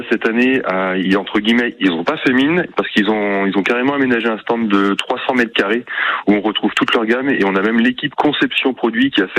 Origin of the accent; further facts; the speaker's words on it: Brittany, France; Je suis breton moi, donc ça me fait pas peur.